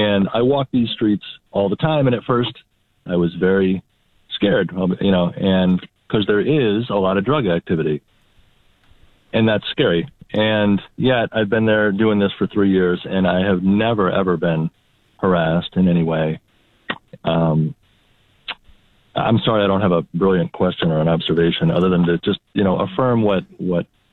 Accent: Pittsburgh, Pennsylvania, United States; now in Rochester, United States; I'm a white person. I grew up in Pittsburgh

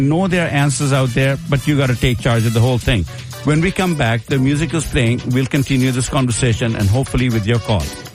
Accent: India; now in United States; I'm from India. My wife is from Spokane.

